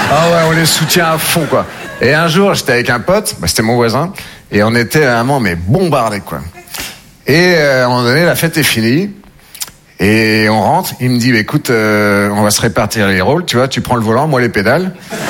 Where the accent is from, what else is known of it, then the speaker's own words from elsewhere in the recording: Nouvelle-Aquitaine, France; Moi, je viens des Deux-Sèvres, entre le Puy du Fou et le Futuroscope. Voilà, c'est au milieu. C'est là où les gens s'arrêtent pour pisser, tu vois.